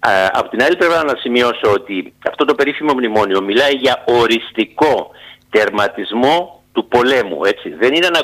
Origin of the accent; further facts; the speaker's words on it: Tholo Potami, South Aegean, Greece; Είμαι στην πατρίδα μου στοιχείως. Το χωριό μου λέγεται Θολό Ποτάμι.